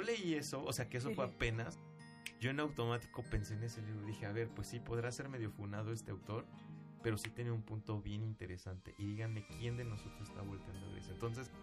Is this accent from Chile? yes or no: no; Mexico; ahorita tenemos un gobierno que trae una narrativa bastante complicada hacia nosotros como mexicanos